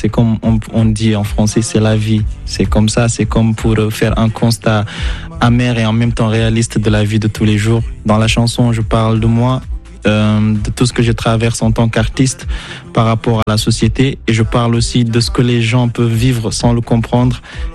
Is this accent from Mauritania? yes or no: yes; Nouadhibou, Dakhlet Nouadhibou, Mauritania; C'est-à-dire que nous, on était un peu sous-estimés parce qu'on vient de Nouadhibou, parce qu'on n'est pas de la capitale.